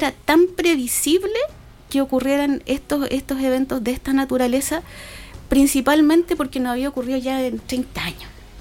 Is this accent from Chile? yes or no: yes; Santiago, Santiago Metropolitan Region, Chile; moved away as an adult; Sí, bueno, yo llevo acá 17 años aproximadamente. Vengo del sur de Santiago, la parte sur de Santiago, donde estamos acostumbrados a tener lluvias grandes, lluvias potentes, digamos.